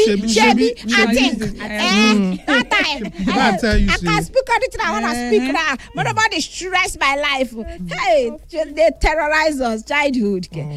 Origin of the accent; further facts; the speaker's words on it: Lagos, Nigeria; I am a Lagosian woman.